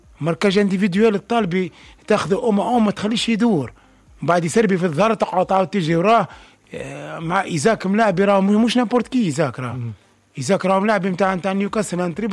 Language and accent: Arabic; Tunisia; اني لهنا كتونسي